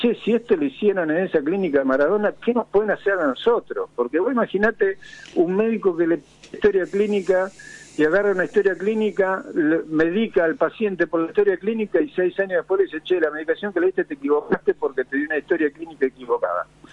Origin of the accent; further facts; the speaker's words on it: Argentina; como todo argentino que tenemos sangre latina